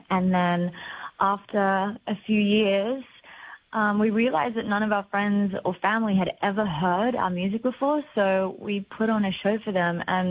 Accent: Campbelltown, New South Wales, Australia; I'm actually from Campbelltown, so not too far away from Wollongong.

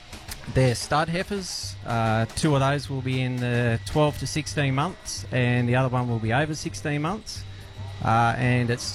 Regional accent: Wingham, New South Wales, Australia; we're from the Manning Valley near Wingham. Actually, just a little bit north of Wingham, but we'll just say Wingham.

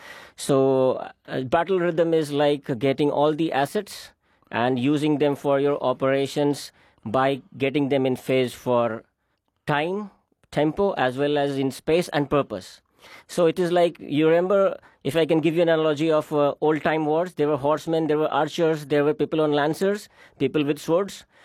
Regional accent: Bihar, India; also born or lived in Dehradun; I grew up in a place called Bihar in India, as did my schooling from a hill station called Dehradun in our country.

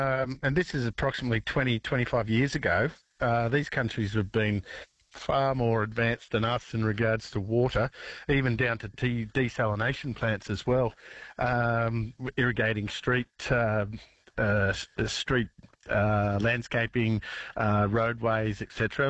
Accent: Doonan, Queensland, Australia; I'm from Doonan I'm up at Karoi Mountain at the moment.

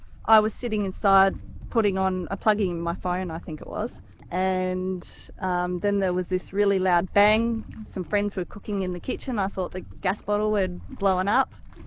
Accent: Geraldton, Western Australia, Australia; now in Kalbarri, Australia; I grew up in Geraldton. I now live in Kalbarri, Western Australia, and I have an 11-year-old son. And I live between a sailboat and a house.

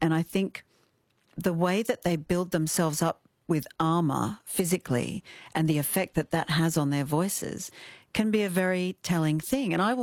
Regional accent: Kalgoorlie, Western Australia, Australia; You know, you sound a little bit simple. Look, I'm from Kalgoorlie. I get to call it, you know.

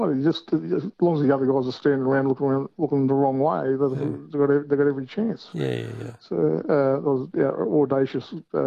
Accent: Newcastle, New South Wales, Australia; I'm actually from Newcastle

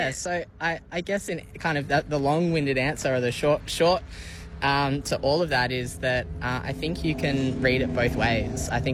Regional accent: Tamworth, New South Wales, Australia; also born or lived in Sydney; now in Melbourne, Australia; I grew up in Tamworth, have been in Sydney, have been a pastor there, and now I'm down in Melbourne living a quiet life.

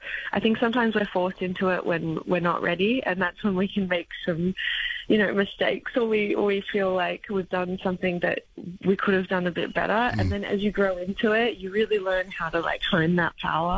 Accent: Blacktown, New South Wales, Australia; Like, I grew up in Blacktown. My mum was a Blacktown girl. My nan was a Blacktown girl.

